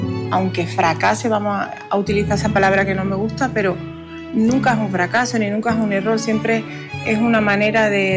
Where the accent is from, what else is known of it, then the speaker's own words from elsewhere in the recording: Andalusia, Spain; aun criándome con este género y con los fandangos de Huelva, ¿no? En mi tierra.